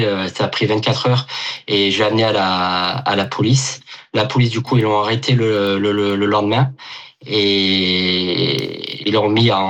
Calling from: Gap, Provence-Alpes-Côte d'Azur, France; j'habite sur Gap.

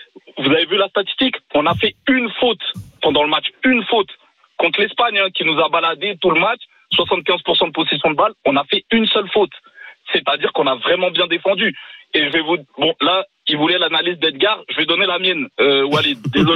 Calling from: Cergy, Île-de-France, France; je vous appelle de la région parisienne, Cergy, dans le Val d'Oise.

